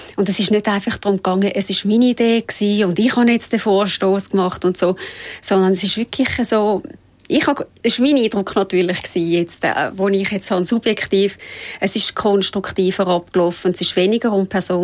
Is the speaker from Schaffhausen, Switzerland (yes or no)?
no; Räterschen, Zurich, Switzerland; ich bin in Rätherschen aufgewachsen und es gibt in den Dörfern gibt's immer Parteien